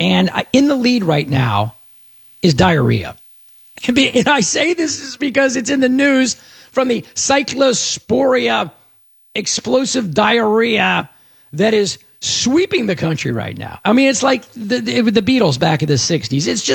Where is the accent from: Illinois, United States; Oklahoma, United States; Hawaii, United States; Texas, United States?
Texas, United States; I also went to Mexico, and people immediately guessed I was from Texas, not just the United States.